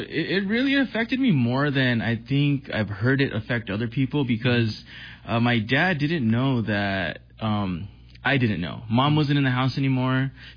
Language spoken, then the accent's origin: English; California, United States; So I grew up in Cali. My father basically came across the border from Mexico when he was 5.